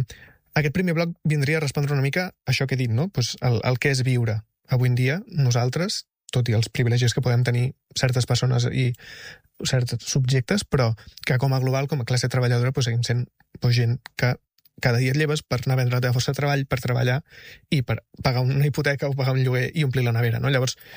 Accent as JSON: {"language": "Catalan", "town": "El Masnou", "region": "Catalonia", "country": "Spain", "tie": "born there", "said": "al meu poble, que és Masnou"}